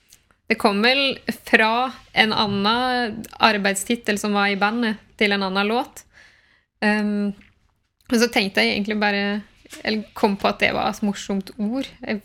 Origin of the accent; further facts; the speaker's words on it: Breim, Vestland, Norway; i Breim der jeg kommer ifra